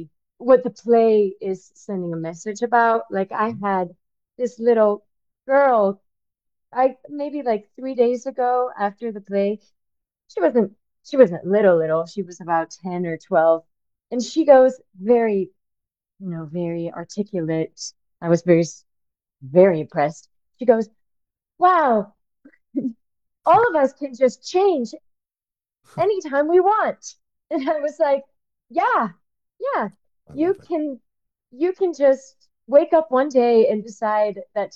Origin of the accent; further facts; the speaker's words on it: Spain; now in New York, United States; Home for me is floating. It's kind of New York. I was born in Spain, so born and raised, so that'll always be home.